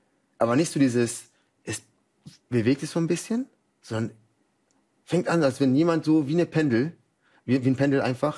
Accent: Dachau, Bavaria, Germany; born there; also born or lived in Bogotá, Colombia; ich bin in Dachau geboren, das ist in München, da die Ecke. Und dann war ich die ersten 7,5 Jahre meines Lebens in Bogota, haben wir gelebt.

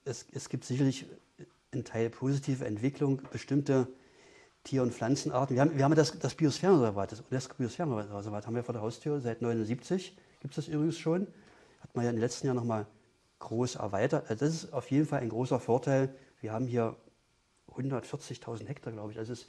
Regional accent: Potsdam, Brandenburg, Germany; now in Dessau, Germany; ich komme eigentlich aus Potsdam.

